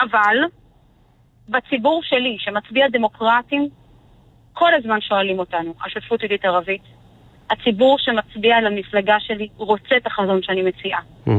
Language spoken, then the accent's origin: Hebrew; Migdal HaEmek, Northern District, Israel; כשאני גדלתי במגדל העמק, אבא שלי היה מזכיר סניף מפלגת העבודה במגדל העמק, איש של רבין.